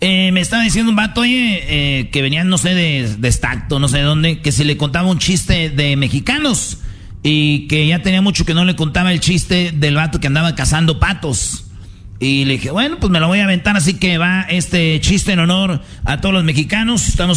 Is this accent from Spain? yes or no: no; Mexico; Oye, ¿cómo somos los mexicanos, Choco?